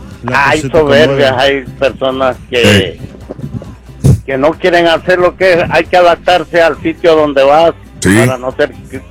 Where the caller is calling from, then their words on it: El Salvador; Y inclusive, mira, soy de El Salvador.